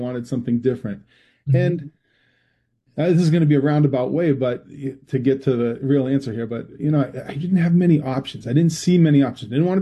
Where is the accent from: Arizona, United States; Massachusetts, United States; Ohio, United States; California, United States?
Massachusetts, United States; moved away as an adult; also born or lived in Ethiopia / Saudi Arabia / North Carolina; I taught school in Massachusetts, where I've come from, as you'll hear from my accent over time.